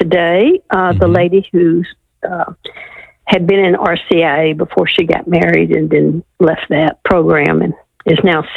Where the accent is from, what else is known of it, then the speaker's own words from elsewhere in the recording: the South, United States; now in Chattanooga, United States; I was raised in the South by a Baptist deacon and... had a real strong Protestant background. I didn't even know anyone in my small town that was Catholic.